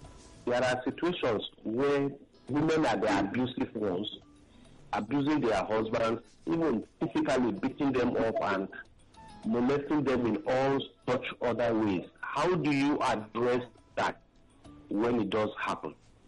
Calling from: Enugu State, Nigeria; I'm calling you from Areku, Enugu State.

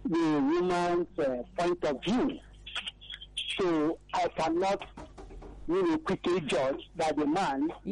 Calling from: Ikotun, Lagos, Nigeria; I'm calling from Abaranjo, Nikoto.

